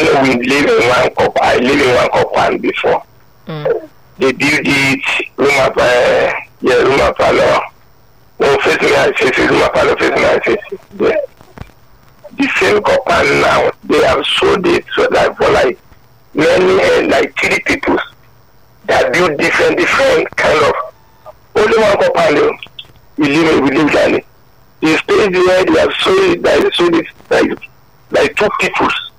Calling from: Abuja, Federal Capital Territory, Nigeria; From Abuja.

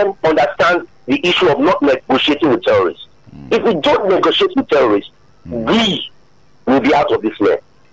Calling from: Lagos, Nigeria; I'm calling from Abulegba.

